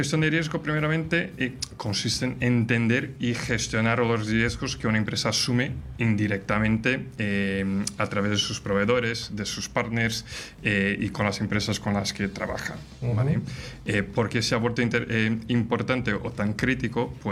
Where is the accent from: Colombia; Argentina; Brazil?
Brazil; also born or lived in Portugal; now in Madrid, Spain; No, la verdad es que soy brasileño.